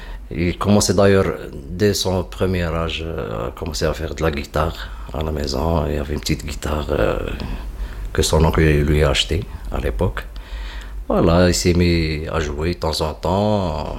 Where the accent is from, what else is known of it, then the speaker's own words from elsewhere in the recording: Tlemcen, Tlemcen Province, Algeria; Là, actuellement, on est à Tlemcen, ma ville natale, celle de mon père et des grands-pères. Tlemcen, voilà, c'est en fait la frontière du Maroc.